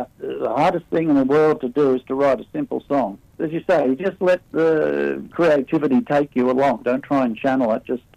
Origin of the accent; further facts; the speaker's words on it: Rockhampton, Queensland, Australia; born there; and then so I was born in Rockhampton in Queensland, and then a week later we all travelled up by train back up to rejoin the show in Cairns.